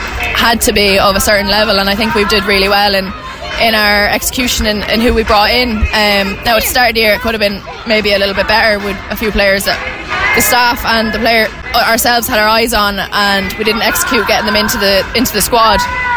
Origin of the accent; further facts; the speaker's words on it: Athlone, Westmeath, Ireland; I want to stay at Athlone. I mean, it's my hometown.